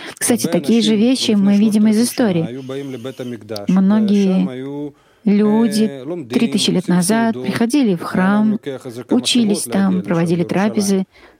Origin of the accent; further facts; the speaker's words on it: Dublin, Leinster, Ireland; из Даблина, и наша стажировка закончилась, и скоро мы уезжаем домой.